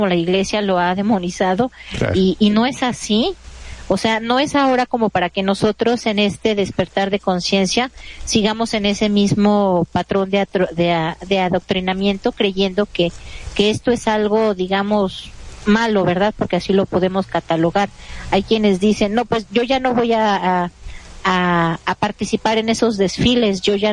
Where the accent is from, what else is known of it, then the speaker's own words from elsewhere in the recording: Mexico; Yo soy mexicana y yo amo ser mexicana. Yo estoy muy orgullosa de mis raíces, de mis ancestros, de todo lo que he aprendido de esta bella cultura